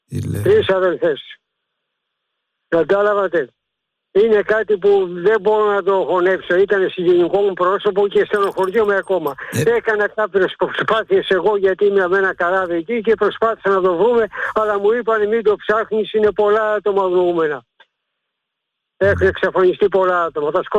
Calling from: Nikaia, Attica, Greece; από την Παλιά Κοκκινιά.

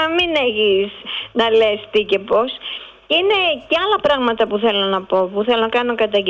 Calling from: Greece

